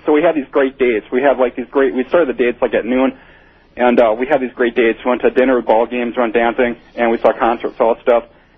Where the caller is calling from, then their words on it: Milwaukee, Wisconsin, United States; I'm calling from OWTMJ in Milwaukee, Wisconsin.